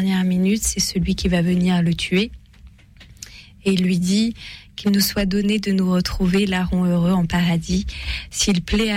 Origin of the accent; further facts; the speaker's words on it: Auvergne-Rhône-Alpes, France; Alors, moi, je viens de Savoie en plus, donc ça nous fait un point commun.